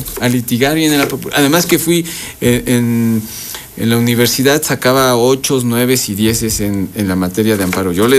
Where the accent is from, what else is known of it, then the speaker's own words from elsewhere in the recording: Puebla, Mexico; Soy orgullosamente poblano.